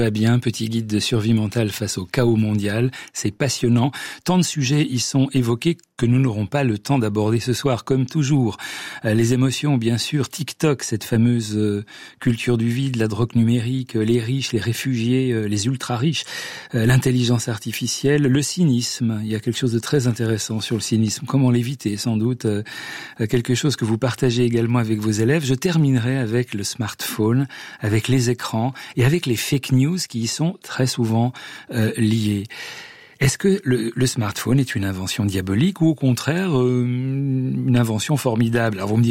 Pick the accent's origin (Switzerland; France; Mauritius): Switzerland; Vous avez d'ailleurs un titre qui est plus que jamais d'actualité chez vous au Canada, chez nous en Suisse, en Europe